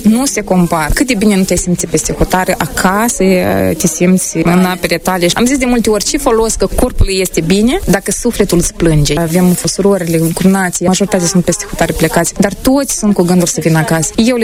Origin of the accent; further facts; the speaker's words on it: Logănești, Hîncești District, Moldova; Suntem din Hâncești, Logănești. Aveam procurat apartamentul nostru, căsuța noastră, oricum ne chema acasă. Locuim în Hâncești deja de 5 ani.